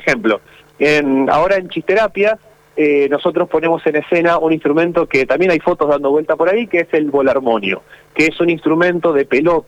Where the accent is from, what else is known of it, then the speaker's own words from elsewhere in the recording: Paraná, Entre Ríos, Argentina; Nosotros somos de Paraná, Entre Ríos.